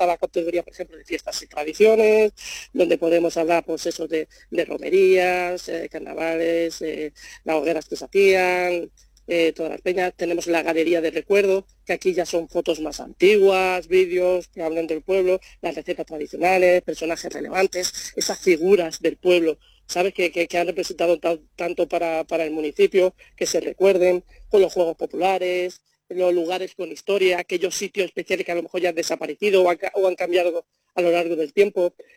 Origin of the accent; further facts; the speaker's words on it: Albanchez, Andalusia, Spain; moved away; cuando uno es natural de un pueblo, y también un pueblo pequeño como Albanchés, un pueblo súper especial, muy bonito, y te vas fuera